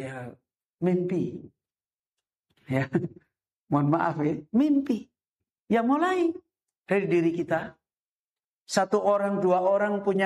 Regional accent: Semarang, Central Java, Indonesia; Saya itu hidup di kampung preman. lingkungan saya, kampung saya, kampung preman, Tambak Lorok, Semarang, yang pernah didatangi Presiden Jokowi zaman dulu.

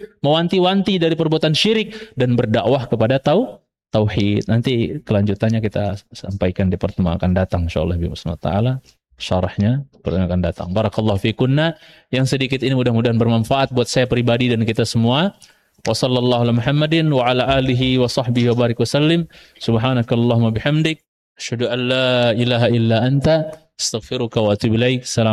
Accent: Lombok, West Nusa Tenggara, Indonesia; born there

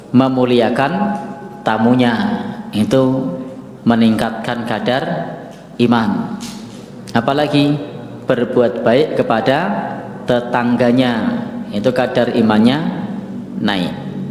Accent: Bantul, Special Region of Yogyakarta, Indonesia; karakter kita sebagai wong Bantul itu tidak terus terang.

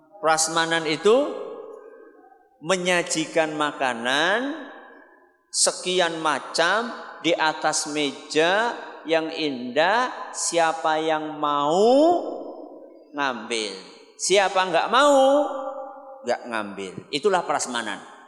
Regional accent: Central Java, Indonesia; accent: Ngapak; Kalau saya pakai bahasa ngapak panjenengan paham enggak?

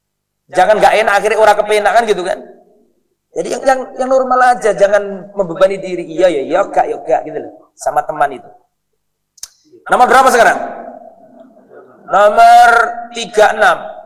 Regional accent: Java, Indonesia; wong saya juga orang Jawa

